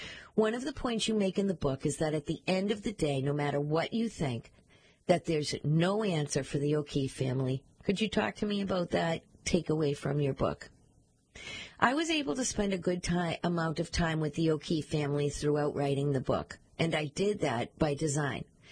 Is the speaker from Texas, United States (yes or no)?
no; Brockton, Massachusetts, United States; I grew up in Brockton. I always, everywhere I go, I'm proud of being from Brockton, and I wouldn't be where I am today without having grown up in Brockton the way that I did.